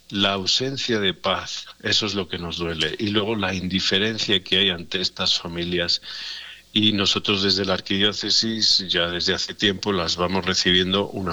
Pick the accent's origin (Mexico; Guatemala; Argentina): Mexico; todos somos mexicanos y al día siguiente todo sigue igual.